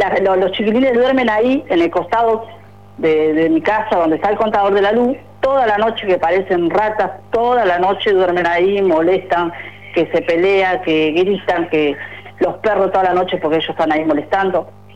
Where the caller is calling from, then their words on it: Maldonado, Uruguay; yo crié 2 hijos en Maldonado Nuevo, soy de Maldonado Nuevo